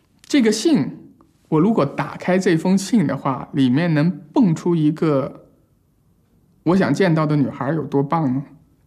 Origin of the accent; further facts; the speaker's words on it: Jiangxi, China; now in Shenzhen, China; 突然之间离开了我家乡江西的所有的熟悉的环境，非常的想念我的家乡的很多朋友